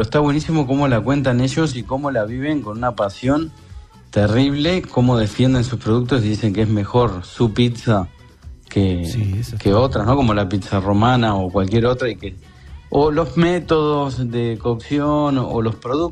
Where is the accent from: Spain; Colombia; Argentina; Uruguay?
Uruguay; moved away; yo cuando me fui en 1999, me fui de Uruguay, yo no había probado un alcaucil.